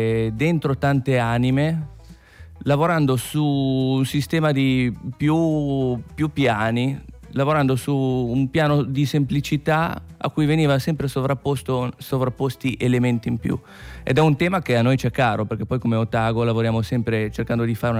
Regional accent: Casarza Ligure, Liguria, Italy

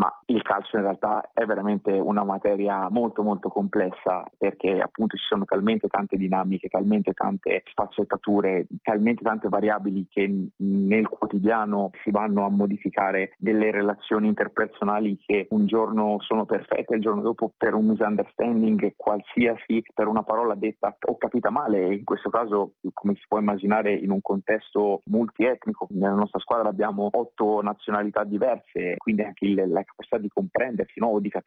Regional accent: Tuscany, Italy; moved away as an adult; also born or lived in Istanbul, Turkey; now in Alanya, Turkey; Io sono toscano e Viareggio è 30 chilometri distante da dove sono nato e da dove sono cresciuto

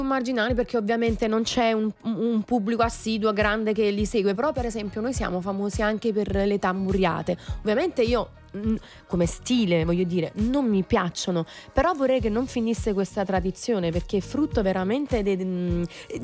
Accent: Naples, Campania, Italy; poi, sai, da napoletani stessi non ci si rende conto dell'importanza che c'è e con cui gli altri la vedono.

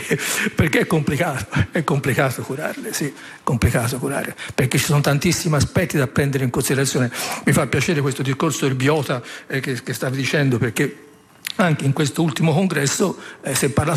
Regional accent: Empoli, Tuscany, Italy; Noi veniamo da Empoli e più di 10 anni fa, se non vado errato, se non sbaglio, controllavo le date, 10 anni fa abbiamo costituito questa associazione

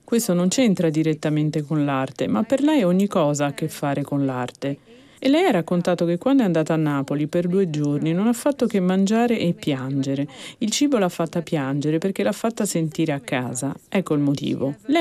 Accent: Turkey; per lei, per me, per noi che veniamo dalla Turchia, c'è sempre la sensazione che ci guardino in modo diverso.

